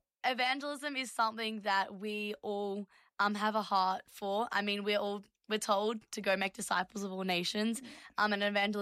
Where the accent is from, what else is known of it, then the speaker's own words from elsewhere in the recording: Australia; I'm from Australia